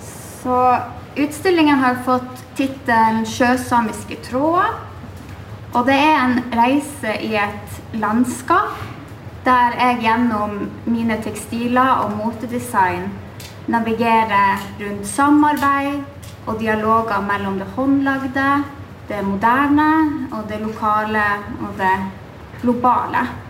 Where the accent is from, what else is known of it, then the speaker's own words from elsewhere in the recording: Kåfjord, Troms, Norway; Og jeg kommer fra Kåfjord I Nord-Troms.